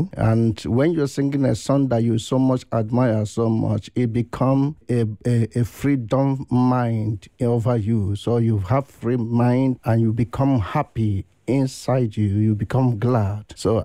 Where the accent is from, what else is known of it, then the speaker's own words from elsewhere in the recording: Nigeria; now in Halle, Germany; I'm living here in Halle. I come from Nigeria.